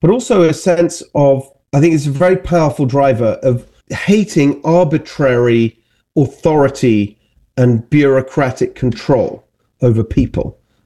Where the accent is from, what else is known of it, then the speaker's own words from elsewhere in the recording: England, United Kingdom; born there; I was born in England. My parents are Hungarian. My stepfather's Hungarian.